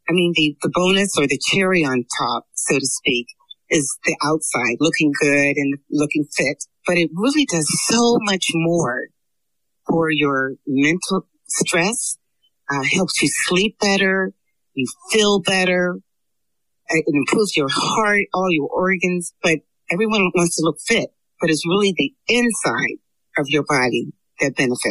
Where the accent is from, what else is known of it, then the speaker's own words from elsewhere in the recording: Frankfurt, Hesse, Germany; also born or lived in Darmstadt / Italy; Well, I'm an Army brat. I like to get that out the way first. I grew up in Germany, Frankfurt, and Darmstadt.